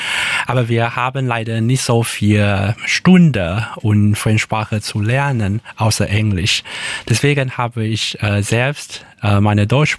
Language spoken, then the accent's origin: German; Taiwan; accent: Taiwanese Hokkien; first language Taiwanese Hokkien; German is a second language; moved away; meine Familie sprechen Taiwanesisch, also Fukien und es gibt so viele unterschiedliche Aussprache, wie zum Beispiel Wasser auf Mandarin ist Shui, aber auf meinem Dialekt Hokkien ist Zui.